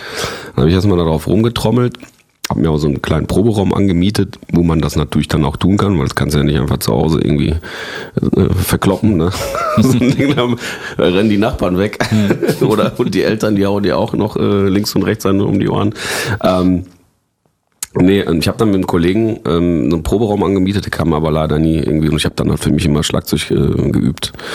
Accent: Recklinghausen, North Rhine-Westphalia, Germany; beim Kinderjugendparlament in Recklinghausen, also in meiner Heimatstadt, wo ich jetzt zu der Zeit weiterhin, also wo ich halt immer noch lebe

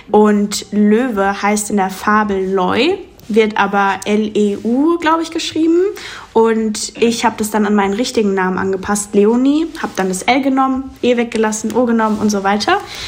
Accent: Mannheim, Baden-Württemberg, Germany; ich bin gebürtige Deutsche und ich bin in Mannheim auch groß geworden und aufgewachsen.

